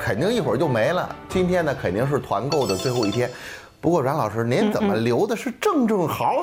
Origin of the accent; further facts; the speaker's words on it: Xuzhou, Jiangsu, China; 大家好，我是来自徐州的